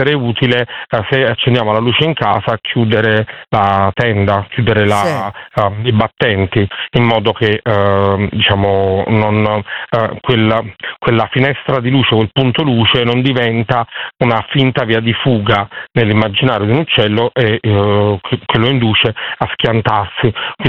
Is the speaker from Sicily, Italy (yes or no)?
no; Naples, Campania, Italy; la periferia di Napoli, perché sono napoletano